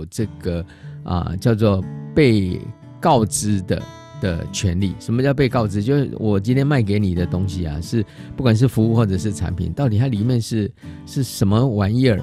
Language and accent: Chinese; Taiwan; 可能对我们台湾人来讲我们会觉得是习以为常啊。可是呢其实如果你离开台湾在外面生活，你会发现这是很难得的啊。